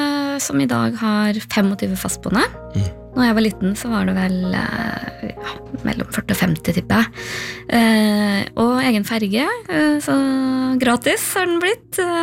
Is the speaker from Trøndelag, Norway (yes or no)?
yes; Trøndelag, Norway; ble boende på hjemplassen min i Nord-Trøndelag noen år